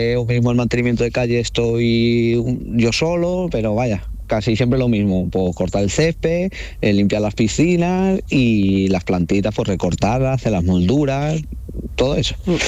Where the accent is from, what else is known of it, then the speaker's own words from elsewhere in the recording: Valladolid, Castile and León, Spain; porque como yo soy de Valladolid, pues dicen de Madrid, dicen de por ahí por la zona